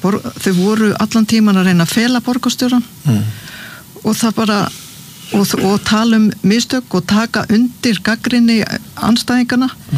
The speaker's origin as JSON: {"language": "Icelandic", "town": "Suðurnesjabær", "region": "Southern Peninsula", "country": "Iceland", "tie": "born or raised there", "said": "Að samfylkingin vann sigur í Suðurnesjabæ, mínum heimabæ"}